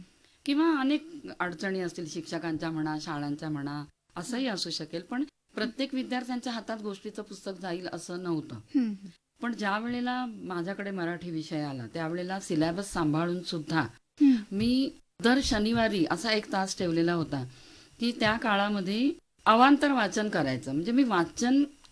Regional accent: Thane, Maharashtra, India; moved away; माझं माहेर ठाण्याला मुंबईला.

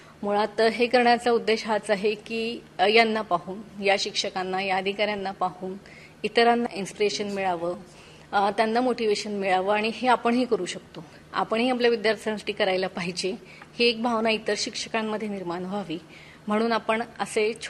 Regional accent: Nagpur, Maharashtra, India; मी मुळात नागपूरची आहे

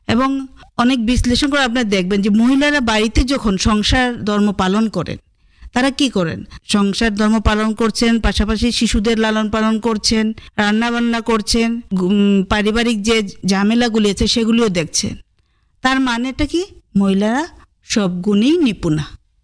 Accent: India; আমাদের ভারত সরকার

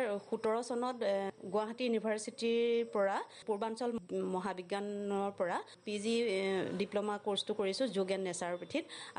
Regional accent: Nagaon, Assam, India; মোৰ ঘৰ চুতহৈবৰ, নগাঁও।

